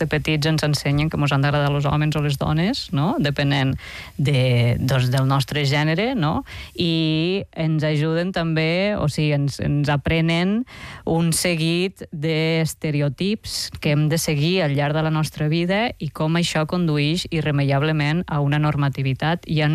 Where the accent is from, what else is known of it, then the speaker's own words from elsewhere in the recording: Lleida, Catalonia, Spain; jo sóc de Lleida, que és una ciutat que ja sé que queda molt lluny.